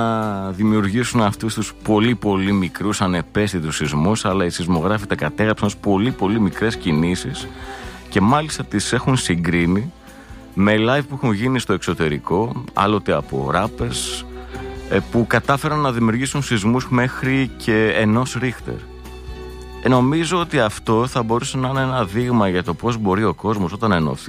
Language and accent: Greek; Northern Greece, Greece; ως βορειοελλαδίτης επιτρέψτε μου να έχω μια λίγο παραπάνω οικειότητα με τις μπάντες της Θεσσαλονίκης και της Βορειοελλάδος